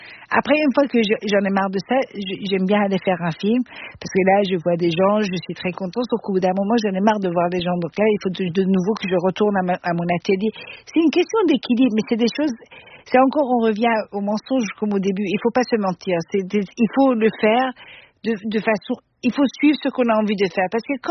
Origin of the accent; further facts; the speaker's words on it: Austria; first language Persian; French is a second language; Je parlais de persan, mes parents ils m'ont mis dans une école francophone, après j'ai grandi en Autriche, voilà, après l'anglais, il fallait quand même le parler, je me suis mariée avec un Suédois